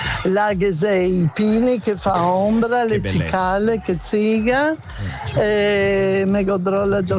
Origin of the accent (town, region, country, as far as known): Trieste, Friuli-Venezia Giulia, Italy; accent: Triestine dialect